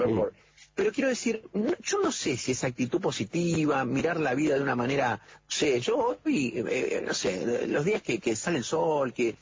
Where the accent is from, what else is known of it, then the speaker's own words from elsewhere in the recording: Córdoba, Argentina; born there; En la ciudad de Córdoba.